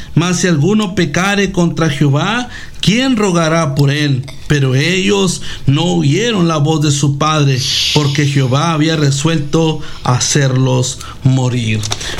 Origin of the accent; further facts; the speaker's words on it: Mexico; los que somos de México